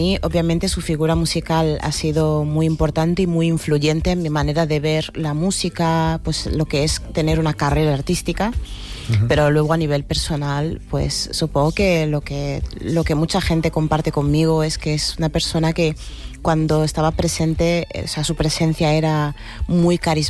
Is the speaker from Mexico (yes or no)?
no; Lisbon, Portugal; now in Madrid, Spain; yo he crecido en Lisboa